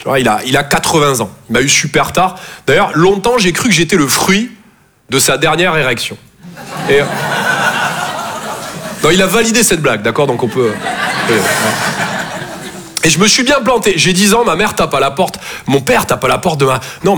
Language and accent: French; Toulouse, Occitanie, France; Je viens de Toulouse à la base. Ouais, ça s'entend un peu, ouais. Mon accent, c'est vraiment comme mon sexe, je sors que quand je suis en confiance.